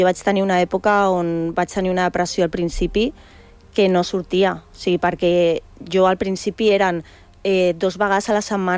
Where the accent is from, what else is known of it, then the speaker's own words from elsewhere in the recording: Barcelona, Catalonia, Spain; jo sóc de Barcelona